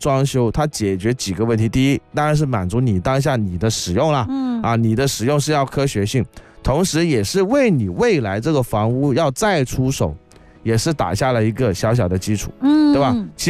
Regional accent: Guangdong, China; 这是我们广东人的常说在口

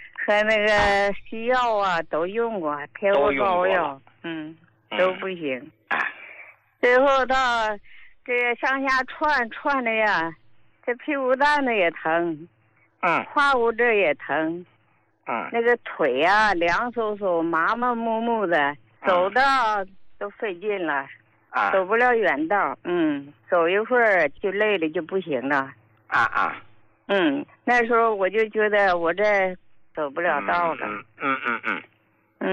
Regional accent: Qiqihar, Heilongjiang, China; 我是齐齐哈尔的。

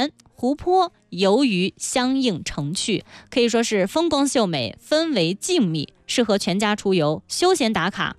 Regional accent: Qinghai, China; 我们青海人

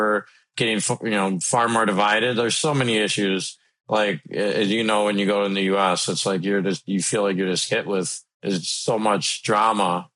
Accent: Minnesota, United States; my home state, Minnesota

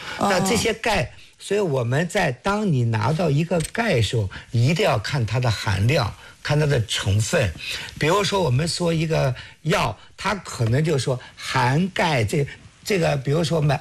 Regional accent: China; 那我不建议我们中国人吃了。

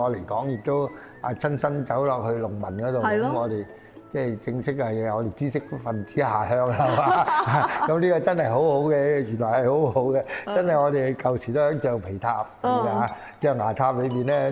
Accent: Foshan, Guangdong, China; 尤其是我們佛山人都是很順、很直的

